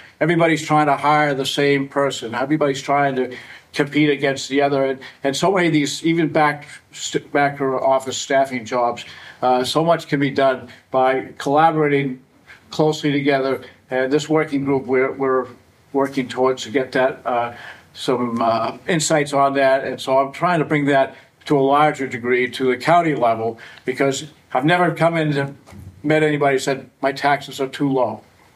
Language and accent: English; Cumberland, Maine, United States; I'm from Cumberland.